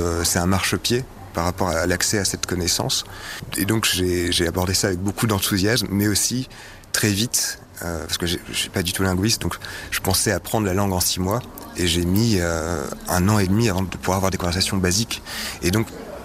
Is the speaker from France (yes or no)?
yes; Bordeaux, Nouvelle-Aquitaine, France; c'était dans ma ville natale à Bordeaux